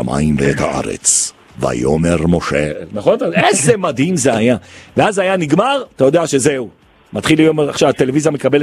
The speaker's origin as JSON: {"language": "Hebrew", "town": "Jerusalem", "region": "Jerusalem District", "country": "Israel", "said": "כי אני ירושלמי גאה"}